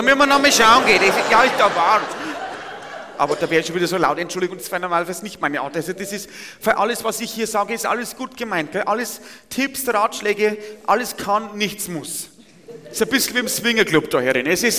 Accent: Bavaria, Germany; Das ist ein richtiger Gamechanger, wie man bei uns im Bayerischen Wald dazu sagt.

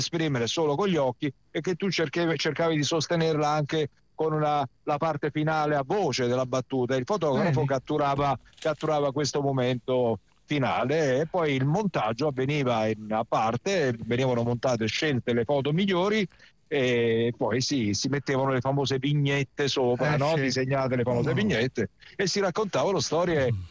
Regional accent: Castellammare di Stabia, Campania, Italy; born there; Ho citato Annibale Ruccello perché io sono nato a Château-sur-la-Mer, a Castellammare di Stabia.

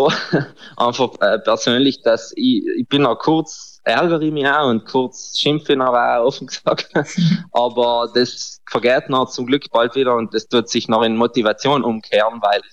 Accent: Trentino-Alto Adige, Italy

